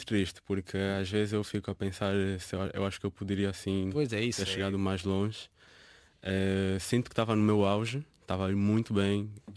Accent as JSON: {"language": "Portuguese", "region": "Luanda", "country": "Angola", "tie": "born or raised there", "said": "Porque apesar de eu ter tido algumas condições boas durante a minha infância, cresci num bairro um pouco muito, muito pobre, que é o bairro Prenda."}